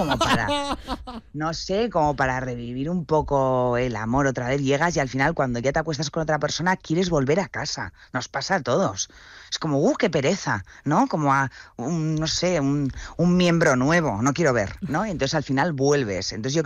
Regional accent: Getxo, Basque Country, Spain; Yo soy de Bilbao de Getxo y ahí es un pueblo y es verdad que también te coge más joven.

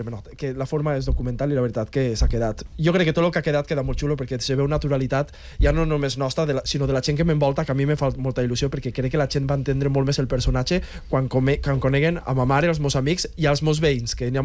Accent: Guadassuar, Valencian Community, Spain; jo sóc un xavaler de Guadassuar que se dedica a lo que li agrada.

